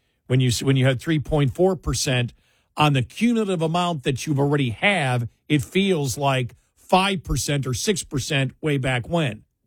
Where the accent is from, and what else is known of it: Buffalo, New York, United States; born or raised there